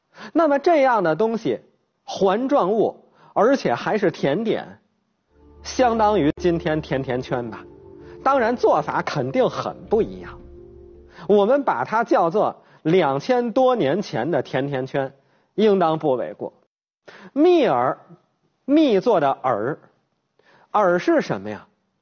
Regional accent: China; 我们中国人

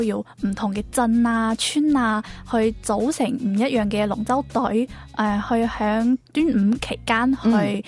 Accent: Kaiping, Guangdong, China; 我是江门开平人嘛，我们的母亲河啊就叫做潭江呢

